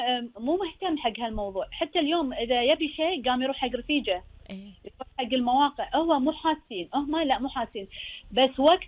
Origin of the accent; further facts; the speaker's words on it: Kuwait; عندنا بالكويت